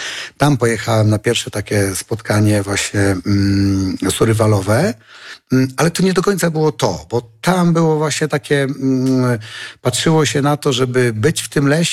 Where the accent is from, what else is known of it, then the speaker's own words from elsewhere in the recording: Suwałki, Podlaskie Voivodeship, Poland; Ja rzeczywiście pochodzę z Suwałk. Jest nie tak strasznie daleko, tak, czyli z nad Czarnej Hańczy